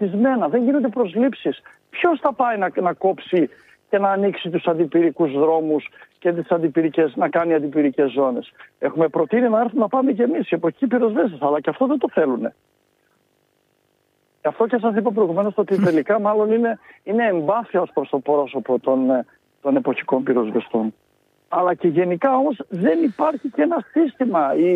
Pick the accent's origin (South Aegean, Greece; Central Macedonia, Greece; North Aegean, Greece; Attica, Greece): Central Macedonia, Greece; Thessaloniki; γιατί εγώ είμαι από Θεσσαλονίκη και ήρθα και στην έδρα μας στην Αθήνα